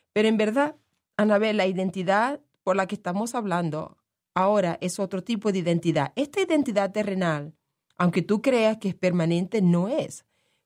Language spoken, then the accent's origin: Spanish; Maracaibo, Zulia, Venezuela; now in United States; aunque también soy venezolana, todo el mundo me conoce como